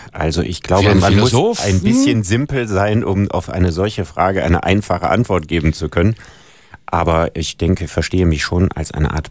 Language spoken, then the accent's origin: German; Solingen, North Rhine-Westphalia, Germany; born there; Also ich bin geboren 1964 in Solingen, also in einer vergleichsweise kleinen Stadt